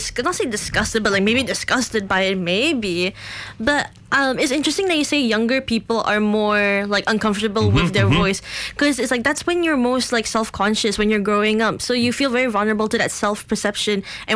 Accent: Singapore; Singapore.

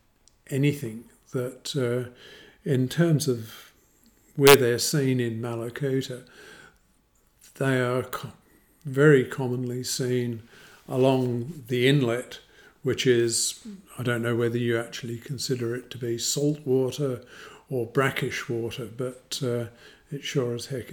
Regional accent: England, United Kingdom; I started off when I was a young kid, and I'd probably say the age of six onwards, in growing up in England.

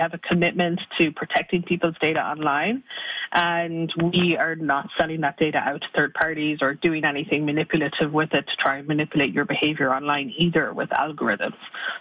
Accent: Ireland; accent: Irish; moved away as an adult; now in Canada; Yeah, so I'm a pretty new Canadian. I am Irish originally, so good ear. I've been living here for almost 10 years now.

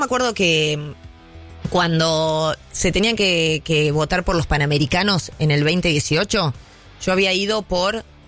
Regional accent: Argentina; expliqué por qué me parecía que ahí se tenía, como argentinos, ¿no?

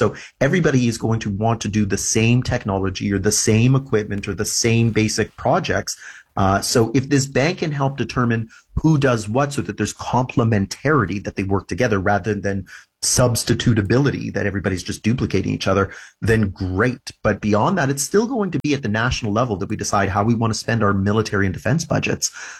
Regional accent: London, Ontario, Canada; growing up in London, Ontario, I was a season ticket holder from 86 to 96 in Buffalo.

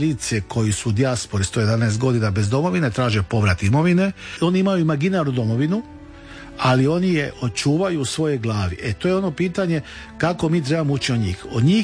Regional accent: Croatia; Znači, i to je gubljenje identiteta, mi smo Hrvati stručnjaci u tome.

